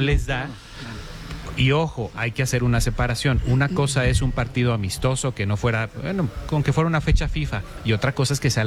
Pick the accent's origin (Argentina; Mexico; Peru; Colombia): Mexico; El mexicano se adapta, nos adaptamos para todo.